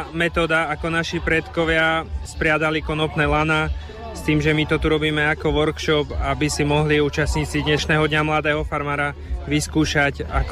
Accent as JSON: {"language": "Slovak", "town": "Hubová", "region": "Žilina Region", "country": "Slovakia", "said": "Naši predkovia ju pestovali u nás v Hubovej"}